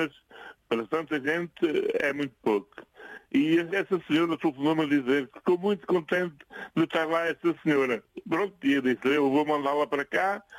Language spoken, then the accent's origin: Portuguese; Mata, Centro, Portugal; born there; Eu nasci na Mata. É uma aldeia perto aqui de Castelo Branco. 17 quilómetros de Castelo Branco.